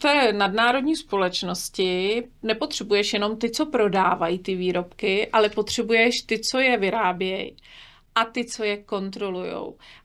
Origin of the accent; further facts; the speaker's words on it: Studená, South Bohemian Region, Czechia; Tak já jsem Jihočeška, já pocházím ze Studené, což je u Jindřichova Hradce.